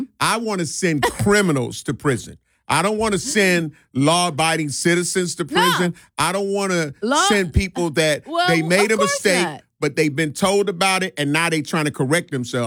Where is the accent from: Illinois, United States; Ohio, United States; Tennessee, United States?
Illinois, United States; Chicago; I'm from Chicago, and I've been living here for